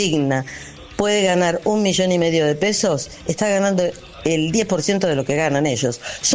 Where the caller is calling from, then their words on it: Argentina; nosotros los argentinos